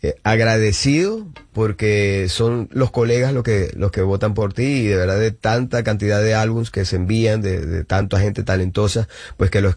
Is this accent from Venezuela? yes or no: yes; Maracaibo, Zulia, Venezuela; moved away; voy a ir a mi tierra natal, Maracaibo